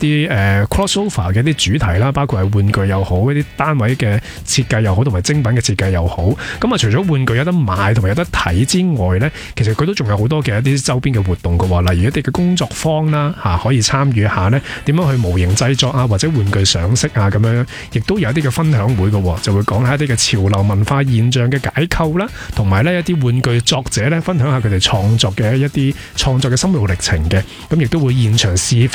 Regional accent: Hong Kong; 伴随住我哋香港人长大

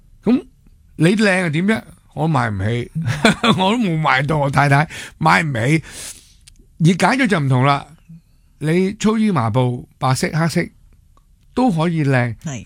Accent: Hong Kong; 我哋香港人就系、有时我啦，以前后生好中意 city life 嘅。

